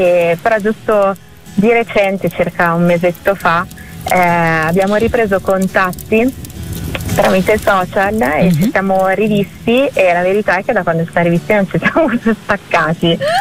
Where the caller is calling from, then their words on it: Milan, Lombardy, Italy; Adesso sto al nord, sarei di Milano, ma mi sono trasferita qualche anno fa a Varese.